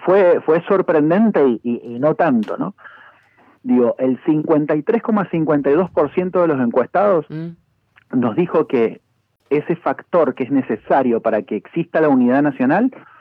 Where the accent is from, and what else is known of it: Argentina